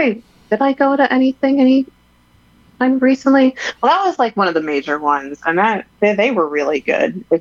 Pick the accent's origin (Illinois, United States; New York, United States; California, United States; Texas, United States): New York, United States; I'm from New York